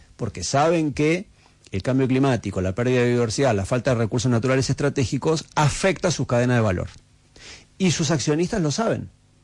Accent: Argentina

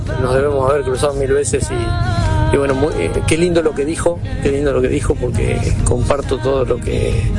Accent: Manuel Ocampo, Buenos Aires, Argentina; now in Pergamino, Argentina; viniendo desde Ocampo, mi pueblo, hacia mi casa en Pergamino. Venía de ayudarle un poco a mis viejos

